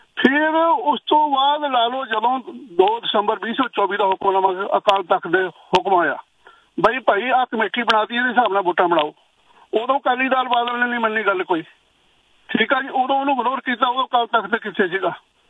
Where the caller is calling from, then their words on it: Canada; ਮੈਂ ਕੈਨੇਡਾ ਚ ਬੈਠਾ 30-35 ਸਾਲ ਤੋਂ ਜੀ ਇੱਥੇ